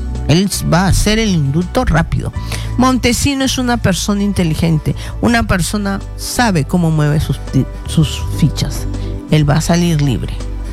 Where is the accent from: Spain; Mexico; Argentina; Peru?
Peru; soy peruana.